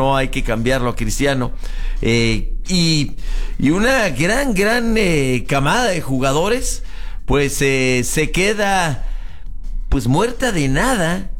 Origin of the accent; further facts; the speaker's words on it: Mexico; Yo soy mexicano.